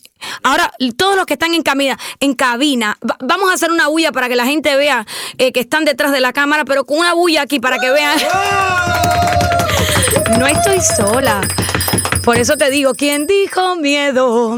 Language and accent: Spanish; Cuba; Y yo soy cubana.